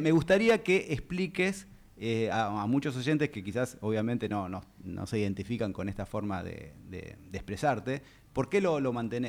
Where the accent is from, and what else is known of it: Argentina